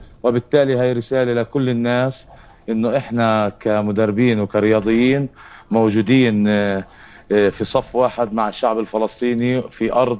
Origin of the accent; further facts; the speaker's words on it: Palestine; إحنا كشعب فلسطيني